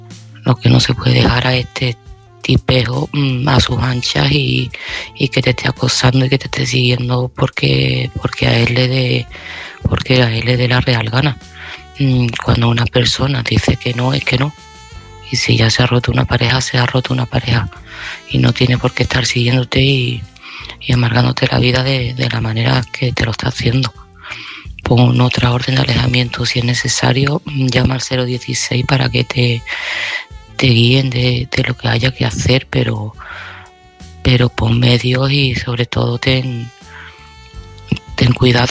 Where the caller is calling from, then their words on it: Seville, Andalusia, Spain; de Sevilla y este mensaje va para Ángeles.